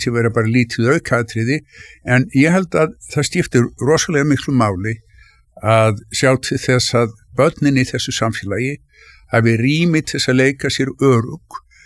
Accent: Reykjavík, Capital Region, Iceland; born or raised there

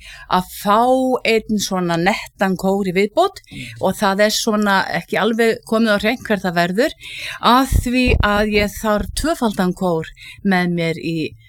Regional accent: Hvolsvöllur, Southern Region, Iceland; en ég er fædd og uppalinn í Rangavallasýslunni og að mestu leiti á Hvolsvelli.

